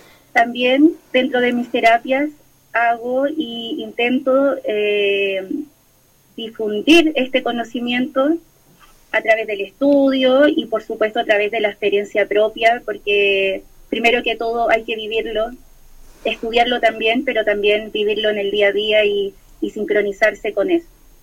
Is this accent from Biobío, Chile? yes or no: yes; Concepción, Biobío, Chile; desde el año 2018 que aprendo esta danza en la ciudad de Concepción, que es de donde yo soy